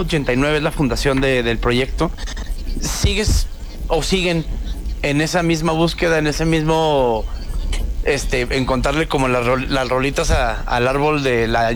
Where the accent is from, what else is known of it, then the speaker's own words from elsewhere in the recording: Chihuahua, Mexico; Yo soy de Chihuahua y la primera vez que fui al Chopo